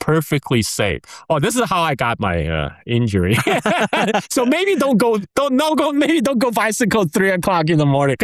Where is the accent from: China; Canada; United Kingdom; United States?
China; Chongqing; moved away; the last time I was in China was in February in my hometown, Chongqing.